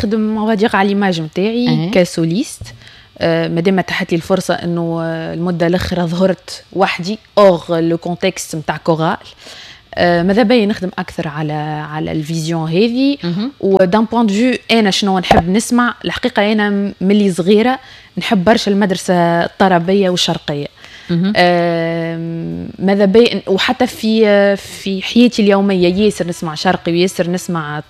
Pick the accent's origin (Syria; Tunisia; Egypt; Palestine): Tunisia; بطبيعة كتونسية من واجبي نغني تونسي